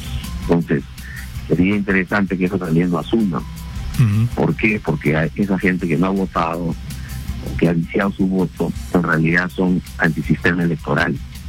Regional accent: Peru; somos peruanos, somos hermanos, a seguir adelante nomás.

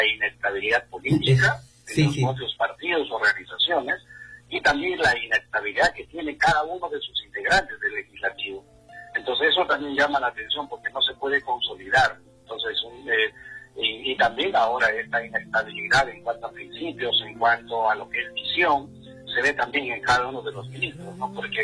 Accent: Amazonas, Peru; moved away; a mi querida región de Amazonas y a mi pueblo de Soroco y Loico.

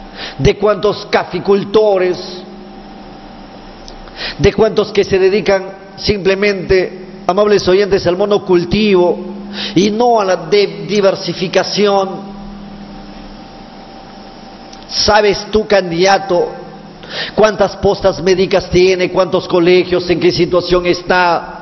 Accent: Amazonas, Peru

